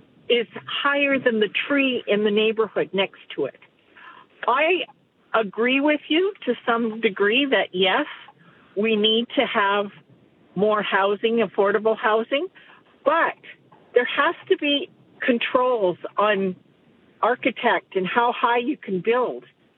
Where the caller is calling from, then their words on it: Calgary, Alberta, Canada; I've lived in Calgary in the same house for 40 years. I'm in a neighborhood that was built in 1960.